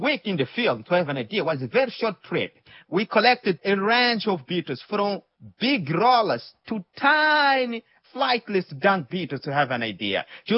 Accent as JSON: {"language": "English", "town": "Beira", "region": "Sofala", "country": "Mozambique", "tie": "born or raised there", "said": "We grew up together in Beira."}